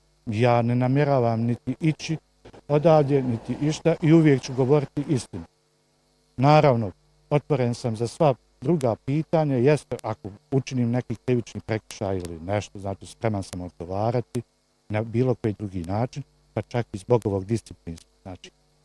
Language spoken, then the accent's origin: Bosnian; Bosnia & Herzegovina; A ja kao Bošnjak, evo odmah, znači na prvu i odmah snosim sankcije.